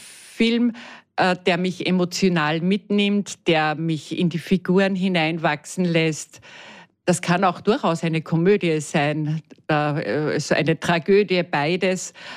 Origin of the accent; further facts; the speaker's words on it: Upper Austria, Austria; born there; Ich bin eben in der Fernsehära aufgewachsen und da gab es dann kein Kino. Das nächste Kino war 10 Kilometer weg, das war in Freistadt.